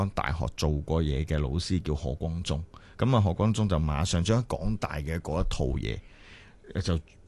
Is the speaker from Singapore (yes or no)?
yes; Singapore; 所以點解我哋新加坡人讀喺新加坡讀中文係其實讀埋中國歷史